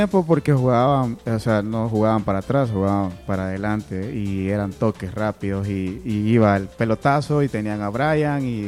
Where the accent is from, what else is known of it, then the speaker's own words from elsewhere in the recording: El Salvador; Es que somos únicos, los salvadoreños de verdad somos únicos.